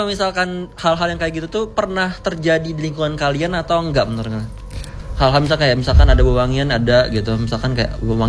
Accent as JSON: {"language": "Indonesian", "country": "Indonesia", "said": "kita kan hidup besar di Nusantara"}